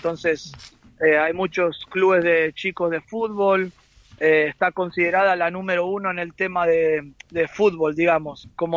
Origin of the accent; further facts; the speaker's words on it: Buenos Aires, Argentina; now in Kansas City, United States; Yo me crié en Floresta y ahí en Floresta y Villa Santa Rita